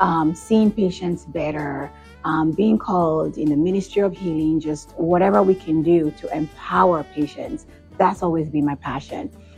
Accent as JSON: {"language": "English", "country": "Kenya", "tie": "born or raised there", "moved": "yes", "lives_now": "Leesburg, Georgia, United States", "said": "Well, originally I'm from Kenya, born and raised, and then came to the U.S. many, many years ago."}